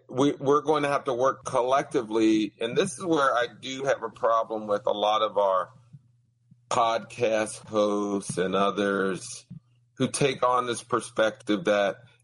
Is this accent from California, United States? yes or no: no; Pittsburgh, Pennsylvania, United States; I'm originally from Pittsburgh.